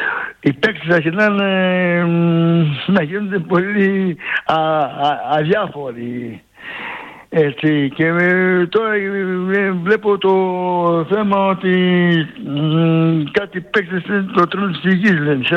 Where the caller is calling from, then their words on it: Athens, Attica, Greece; Τηλεφωνώ από την Αθήνα, την Ομόνια